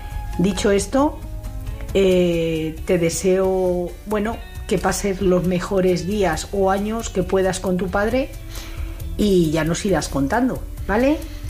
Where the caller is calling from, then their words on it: Madrid, Community of Madrid, Spain; Hola, buenas noches. … de Madrid.